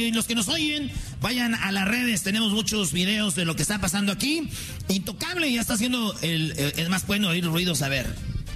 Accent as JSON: {"language": "Spanish", "town": "Jiquilpan", "region": "Michoacán", "country": "Mexico", "tie": "born or raised there", "said": "el Tapatío, que es de mi pueblo, Jiquilpan, Michoacán."}